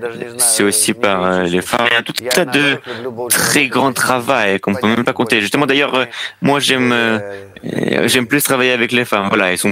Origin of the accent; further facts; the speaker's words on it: Israel; Les personnes qui viennent chez nous en Israël, ils mettent la kippa.